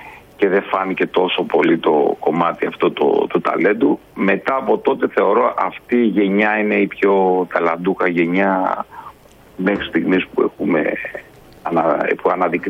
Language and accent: Greek; Greece; είμαι Έλληνας.